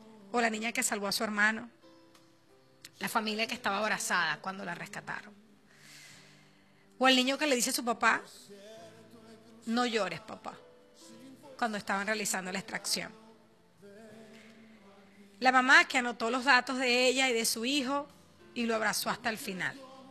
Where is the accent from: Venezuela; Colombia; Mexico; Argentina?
Venezuela